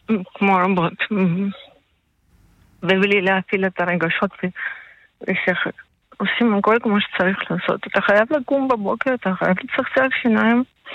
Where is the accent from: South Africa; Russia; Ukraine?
Ukraine; now in Israel; אני מאוקראינה